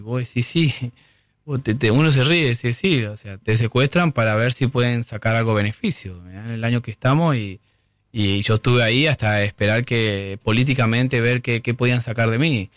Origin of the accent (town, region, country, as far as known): Argentina